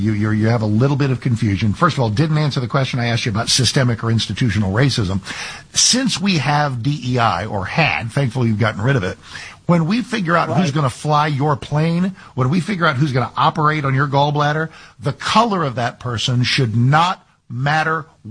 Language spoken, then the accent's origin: English; Texas, United States; born there; I'm 68. And when I was born in Texas in November 1957, just a couple of months earlier, the National Guard had to be called